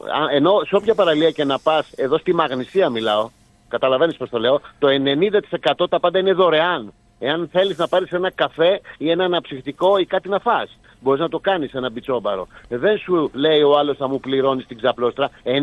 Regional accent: Greece; επειδή είμαστε Έλληνες

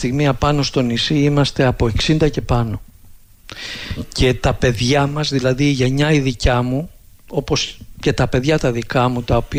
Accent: Mathraki, Ionian Islands, Greece; Όταν βγήκα όμως έξω και είδα τον κόσμο, τότε κατάλαβα τι σημαίνει Μαθράκη για μένα.

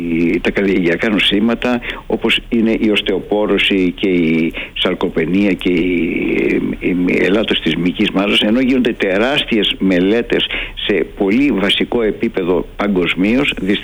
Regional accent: Greece; μας αφορά εμάς σαν Έλληνες.

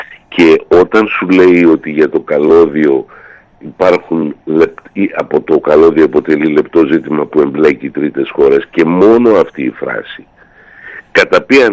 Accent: Greece; σαν Έλληνας

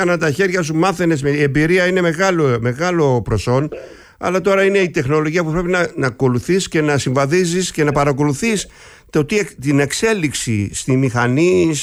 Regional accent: Kasos, South Aegean, Greece; moved away; στο νησί μου, το αγαπημένο το νησί μου, την Κάσο

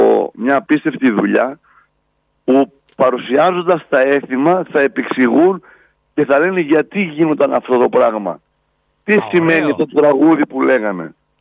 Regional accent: Palaiokomi, Central Macedonia, Greece; Στο χωριό μου έχει, στην Παλιοκόμη.

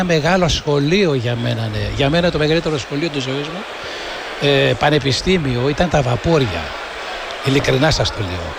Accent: Syneti, South Aegean, Greece; Και εγώ μία από τα ίδια, από το ίδιο χωριό είμαστε. Στο Συνετή μεγάλωσα. Και εγώ βλέπω θάλασσα. Η θάλασσα είναι κοντά μας. Πολύ κοντά μας.

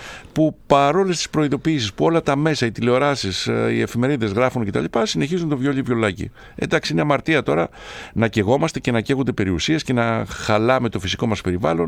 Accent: Volos, Thessaly, Greece; also born or lived in Athens; now in Volos, Greece; Ναι, είμαι Βολιώτης γέννημα θρέμα, από το 90 στην Αθήνα.

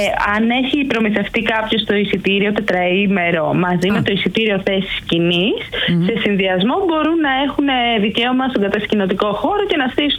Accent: Greece; moved away as an adult; όπως και είμαστε βασικά παιδιά από την Ελλάδα, οι οποίοι είχαμε φύγει για σπουδές ή για δουλειά από την Ελλάδα, γιατί είναι επαρχιακό χωριό. Και επιστρέφαμε το καλοκαίρι πίσω στον τόπο μας

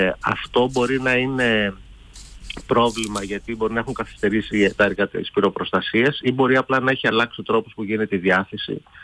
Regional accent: Antikyra, Central Greece, Greece; moved away; εγώ, ας πούμε, πηγαίνω πολύ συχνά στο χωριό μου που είναι στην Αντικειρία Βιωτίας.

